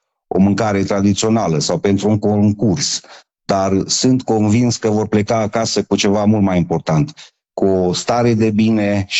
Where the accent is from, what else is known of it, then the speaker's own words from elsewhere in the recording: Apuseni Mountains, Romania; Știți, apusenii pentru noi înseamnă acasă.